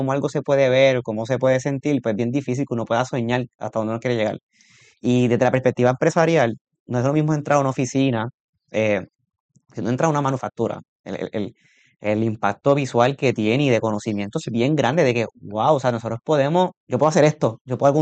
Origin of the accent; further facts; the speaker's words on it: Puerto Rico; siempre se destaca nuestra esencia cultural, nuestros recursos naturales, nuestra esencia como puertorriqueño.